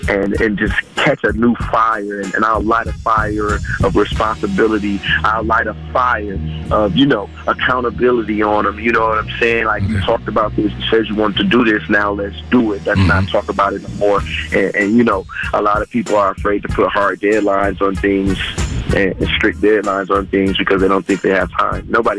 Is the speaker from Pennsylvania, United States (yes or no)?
no; Milwaukee, Wisconsin, United States; born or raised there